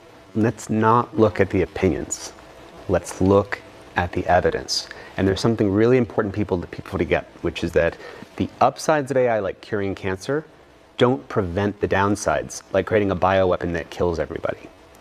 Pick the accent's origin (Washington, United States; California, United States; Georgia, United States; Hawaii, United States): California, United States; Silicon Valley; I'm from Silicon Valley, I know the people building this technology